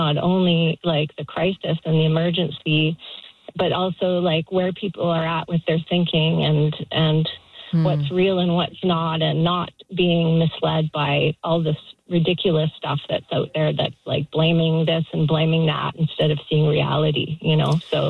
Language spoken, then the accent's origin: English; British Columbia, Canada; And, you know, I grew up in the Okanagan. I don't live there anymore